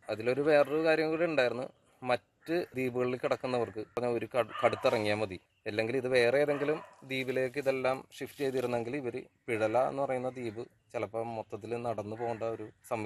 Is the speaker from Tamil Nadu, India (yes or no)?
no; Kerala, India; ഞാൻ ജനിച്ചു വളർന്ന ഇവിടെ തന്നെയാണ്.